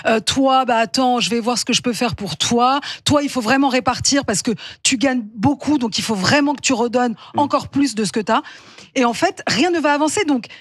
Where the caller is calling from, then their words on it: Paris, Île-de-France, France; moi je vis à Paris, j'ai cette chance-là, et je travaille à Paris, donc je bénéficie du métro et du Vélib de Madame Hidalgo et des autres.